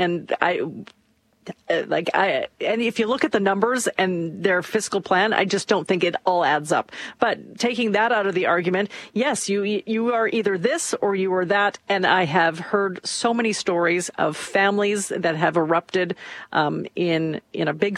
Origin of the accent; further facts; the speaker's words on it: Canada; I'm from Canada.